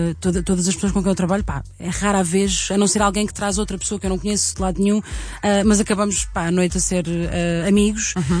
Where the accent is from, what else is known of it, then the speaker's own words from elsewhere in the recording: Centro, Portugal; de onde eu venho, que é a zona centro do país, em que há muito esta coisa.